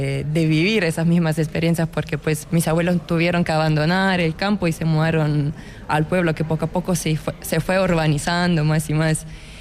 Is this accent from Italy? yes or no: yes; Italy; moved away; tengo 26 años y soy de Italia. Vengo de un pueblo muy chiquito en la costa este, la costa adriática de Italia. Y pues es un pueblo que en la antigüedad solía ser un pueblo de campesinos con muchos viñedos y mi familia justamente viene del campo.